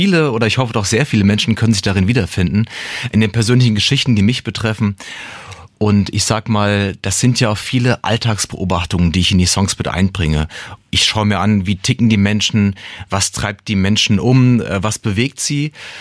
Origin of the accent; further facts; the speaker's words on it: Frankfurt, Hesse, Germany; Ich bin ein Frankfurter Bub im Herzen, bin dort geboren, lange Zeit in dem Bereich aufgewachsen